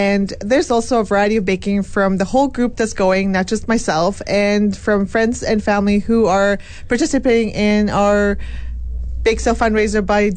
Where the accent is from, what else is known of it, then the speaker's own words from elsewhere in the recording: Mexico; born there; first language Spanish; English is a second language; moved away; I was born in Mexico, so my Spanish is my native tongue